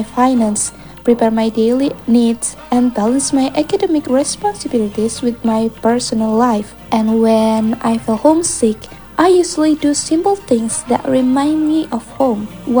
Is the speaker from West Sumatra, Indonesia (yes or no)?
no; Surakarta, Central Java, Indonesia; moved away as an adult; now in Jakarta, Indonesia; I am a college student at Universitas Negeri Jakarta, and I come from Solo. Currently, I live far away from my hometown because I have to move to Jakarta for my university studies.